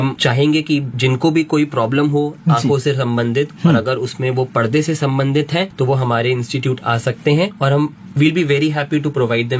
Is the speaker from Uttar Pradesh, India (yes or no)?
yes; Moradabad, Uttar Pradesh, India; moved away as an adult; also born or lived in Ludhiana / Hyderabad; मैं लोकलिटी हूँ, मैं मुरादाबाद का ही जन्मा हूँ 1994 में। यहीं का मैं स्कूल में पढ़ा हूँ, उसके बाद मैं अपनी स्कूलिंग के बाद जो है लुधियाना चला गया था।